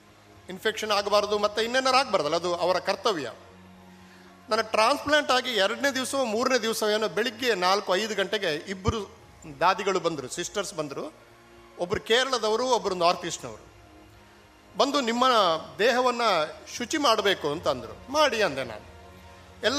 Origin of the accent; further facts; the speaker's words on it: Dakshina Kannada district, Karnataka, India; moved away as an adult; now in Delhi, India; ನನ್ನ ಜಿಲ್ಲೆಗೆ ನಾನು ಕೊಡಬಹುದಾದಂಥ ಬಹಳ ದೊಡ್ಡ ಕೊಡುಗೆ ಇದೆ, ಇಷ್ಟಾದರೂ ನಾನು ಕೊಡಬೇಕಲ್ಲ ಅಂತ ಅಂದುಕೊಂಡು ನಾನು ಡೆಲ್ಲಿಯಿಂದ ಬಂದಿದ್ದೇನೆ.